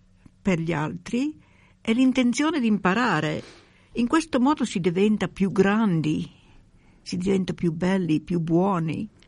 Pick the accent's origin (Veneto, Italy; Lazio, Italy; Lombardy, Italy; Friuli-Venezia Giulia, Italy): Friuli-Venezia Giulia, Italy; now in Australia; anch'io sono friulana doc